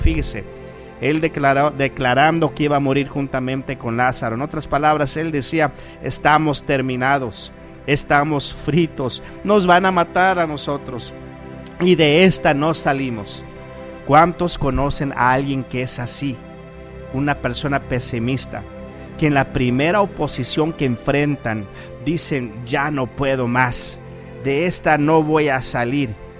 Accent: McAllen, Texas, United States; Nosotros vivíamos en McAllen, nacimos ahí en McAllen y viajábamos hasta Weslaco

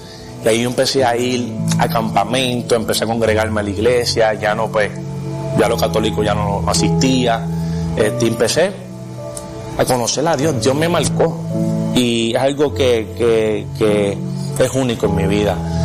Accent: San Juan, Puerto Rico; born there; Y yo me crié con mi abuela y con mi mamá. Nací en San Juan, Puerto Rico.

